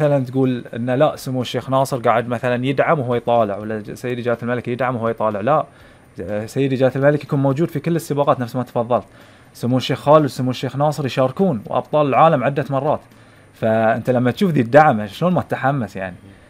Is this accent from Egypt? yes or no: no; Bahrain; فعندك انت بطولات متنوعه عندنا في البحرين